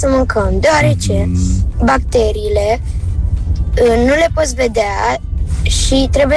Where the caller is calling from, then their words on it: Iași, Iași County, Romania; din Iași, am 10 ani